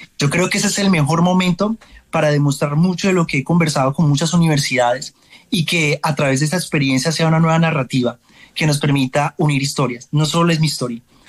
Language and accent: Spanish; Valle del Cauca, Colombia; somos colombianos, somos vallecaucanos, somos berracos.